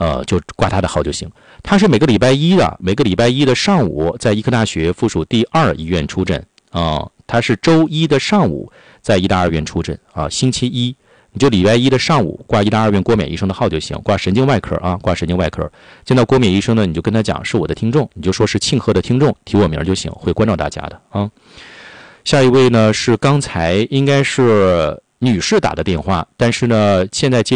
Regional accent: Northeast China, China; accent: Northeastern; 咱们东北话讲叫生了不添死了不去。

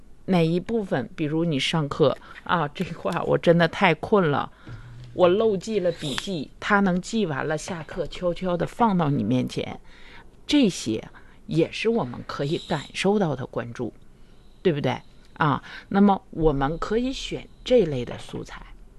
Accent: Harbin, Heilongjiang, China; 咱家乡啊，咱哈尔滨啊

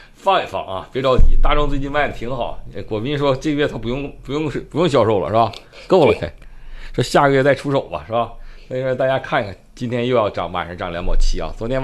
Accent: Northeast China, China; accent: Northeastern Mandarin; 就我们东北话，人要点正啊

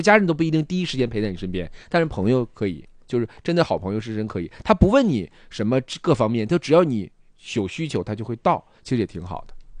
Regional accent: Northeast China, China

